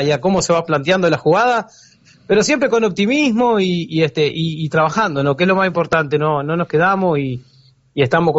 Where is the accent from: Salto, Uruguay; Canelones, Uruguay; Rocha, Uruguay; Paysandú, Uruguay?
Rocha, Uruguay; como lo que somos los rochenses, que tenemos nuestro propio acento